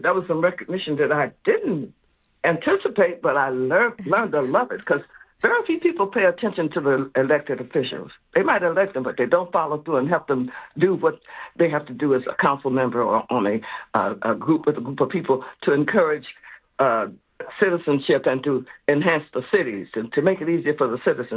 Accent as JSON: {"language": "English", "town": "Detroit", "region": "Michigan", "country": "United States", "tie": "born or raised there", "also_born_or_lived": "Alabama", "said": "I was born in Alabama, and I was raised in Detroit"}